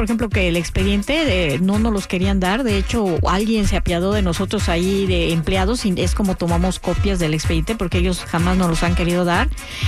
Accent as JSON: {"language": "Spanish", "country": "Mexico", "said": "Entonces yo creo que como mexicanos pues también tenemos que decir, tenemos derecho a esta salud"}